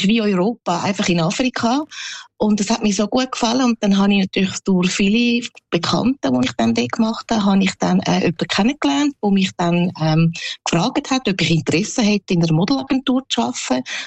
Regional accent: Switzerland; Also Schweiz ist da, wo ich geboren bin, aufgewachsen bin, in die Schule bin, die Ausbildung gemacht habe.

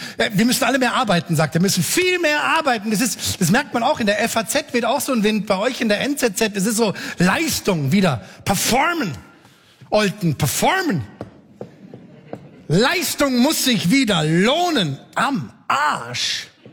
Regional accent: Germany

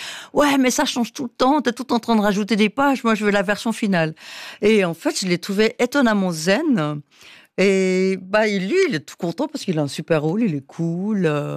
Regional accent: Valais, Switzerland; c'était pour moi le Lausannois qui salue pas. Et quand on vient du Valais, on connaît une personne, on dit bonjour.

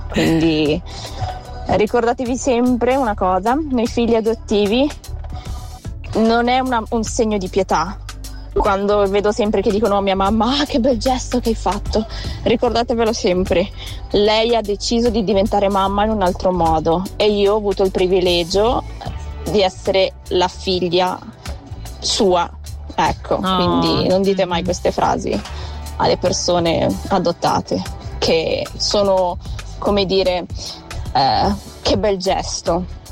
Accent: Colombia; now in Switzerland; Io sono adottata, vengo dalla Colombia, a parlare anche dialetto, perché grande.

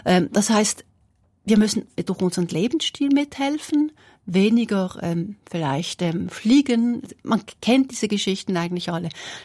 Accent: Switzerland; aber als Schweizer Mädchen ist es mir schon noch wichtig, auch ein wenig teilzuhaben, sozusagen an dem, was passiert im eigenen Land.

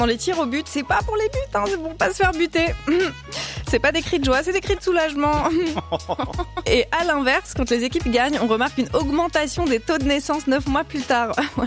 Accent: Switzerland; now in France; J'ai grandi en Suisse, j'habite en France, ma mère est suédoise, mon père italien.

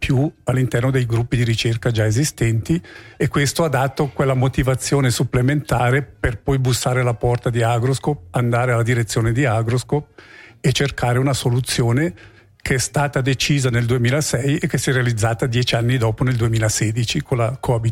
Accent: Ticino, Switzerland; Amici nemici, perché io sono del Sopracenere e lui del Sottocenere.

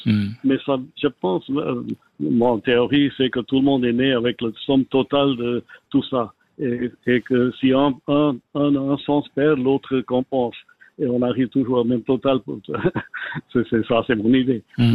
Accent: Geneva, Switzerland; born or raised there

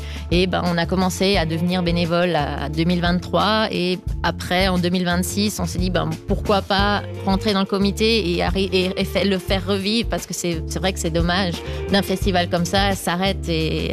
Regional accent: France; moved away as an adult; now in Écublens, Switzerland; Moi, de base, je suis française. Oui, mais de base, je suis française.

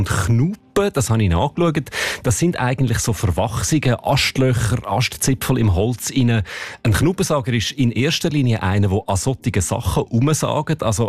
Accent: Zurich, Switzerland; Oder geht mir ja ähnlich, auch als Zürcher

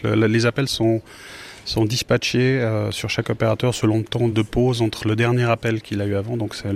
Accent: Montreux, Vaud, Switzerland; Alors bonjour … Je viens de Montreux.

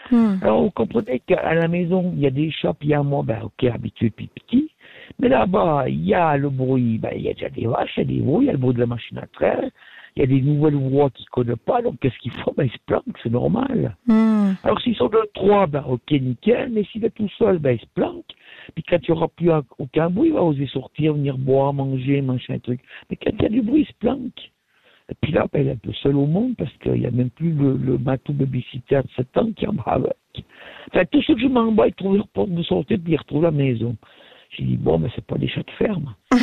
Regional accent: Valais, Switzerland; Parce que j'ai des emmerdes, je suis du Valais, j'ai des flics au cul parce que je me promène à pieds nus

